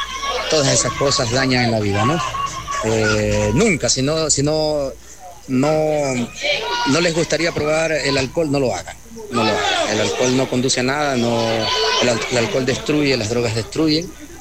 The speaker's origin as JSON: {"language": "Spanish", "region": "Esmeraldas", "country": "Ecuador"}